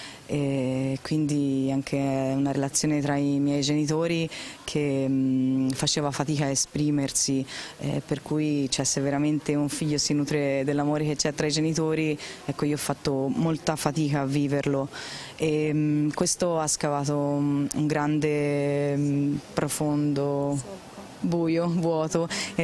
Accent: Tuscany, Italy; ho 29 anni, vengo dalla provincia di Firenze e sono cresciuta in una famiglia normalissima

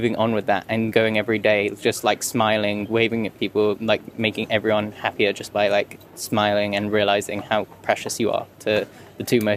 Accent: London, United Kingdom; From London.

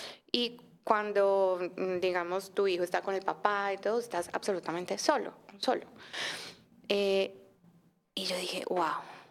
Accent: Medellín, Antioquia, Colombia; moved away; yo soy de Medellín

